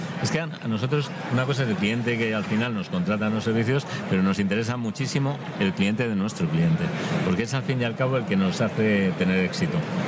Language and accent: Spanish; Spain; yo digo primer país porque soy español